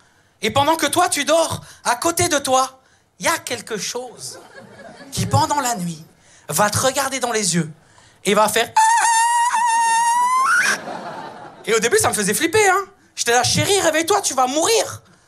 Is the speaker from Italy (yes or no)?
yes; Italy; je suis italien, hyper romantique